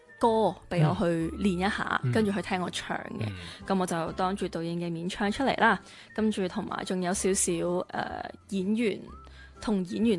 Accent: Macau; 咁我都系澳门人

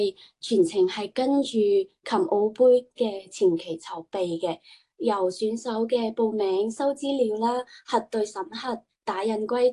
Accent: Macau; 我嚟自澳门

